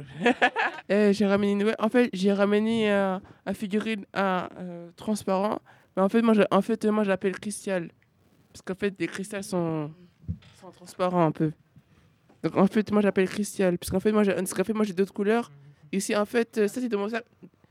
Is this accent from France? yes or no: no; Côte d’Ivoire; Moi je suis là, je suis ivoirien.